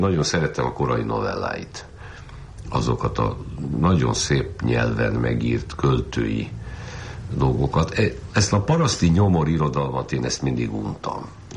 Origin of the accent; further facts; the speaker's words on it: Oradea, Bihor, Romania; Egyszer kiderült, hogy én nagyváradi vagyok